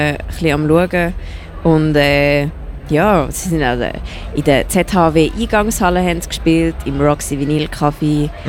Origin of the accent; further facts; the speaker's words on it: Eastern Switzerland, Switzerland; ich komme aus Ostschweiz.